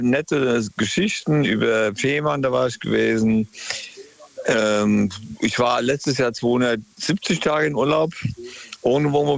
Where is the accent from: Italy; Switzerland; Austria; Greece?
Greece; Palaiokastro, Crete; now in Germany; Und dann am 5. von Athen auf Kreta, meine Heimat eigentlich, Palo Castro.